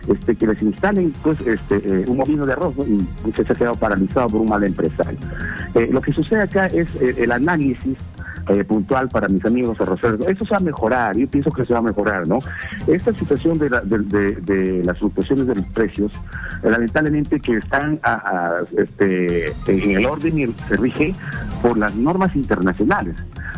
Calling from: Yurimaguas, Loreto, Peru; yo soy de Yurimaguas, acá tenemos una asociación de arroceros

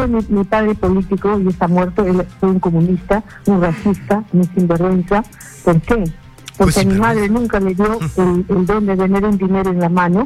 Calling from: Chimbote, Ancash, Peru; Chimbote vivimos de la pesca.

